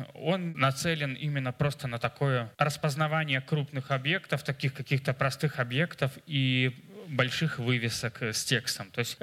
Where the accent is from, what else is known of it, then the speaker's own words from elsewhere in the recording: Minsk, Belarus; это же все-таки Минск, мой родной город